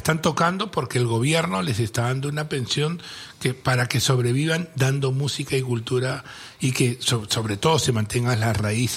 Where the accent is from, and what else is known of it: Peru